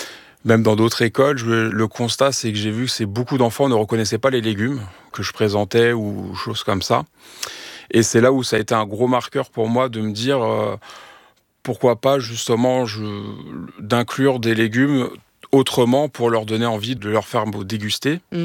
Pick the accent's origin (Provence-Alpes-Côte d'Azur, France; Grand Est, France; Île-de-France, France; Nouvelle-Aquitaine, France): Île-de-France, France; Meaux; je viens de Meaux, du coup on a beaucoup, une terre de betterave, on va dire.